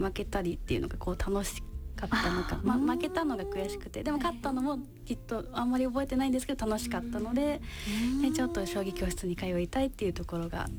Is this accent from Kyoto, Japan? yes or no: no; Tokyo, Japan; 東京ですね。